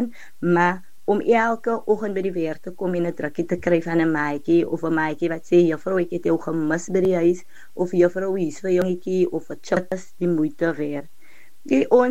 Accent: Herbertsdale, Western Cape, South Africa; van Hubbard Style. Ek is nou nie gebore daar nie, maar ek is wel getoe in Hubbard Style. Vir die luisteraars wat nie weet waar Hubbard Style is, dit is 'n klein warm dorpie, so 50 km van Mosselbaai af.

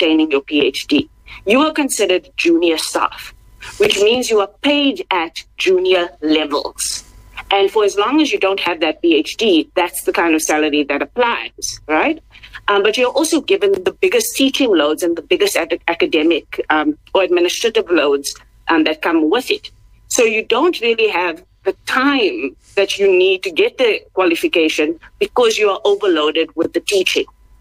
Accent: South Africa; as a South African

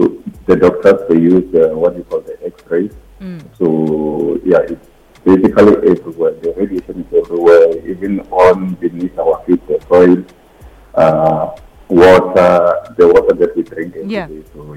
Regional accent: Venda, Limpopo, South Africa; I'm from Madumbija, Limpopo, in Venda.

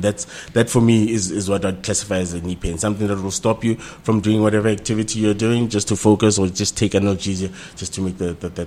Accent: Gauteng, South Africa; I'm an orthopedic surgeon. Born and bred in the Vaal. Did my MBCHB at Stellenbosch University. After that, came back and worked in the Vaal, did my internship

